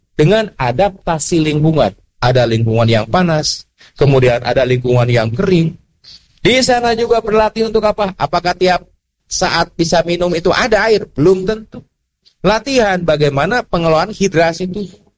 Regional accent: Garut, West Java, Indonesia; born there; Ya, saya lahir di Garutnya.

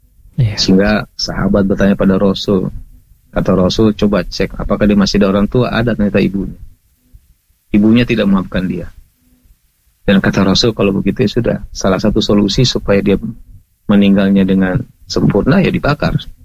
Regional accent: West Sumatra, Indonesia; Dongeng Sumatera Barat. Karena saya orang Sumatera Barat.

